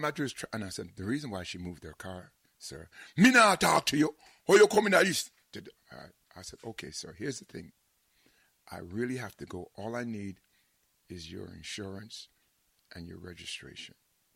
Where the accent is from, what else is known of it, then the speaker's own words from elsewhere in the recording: Jamaica; They don't know I'm Jamaican.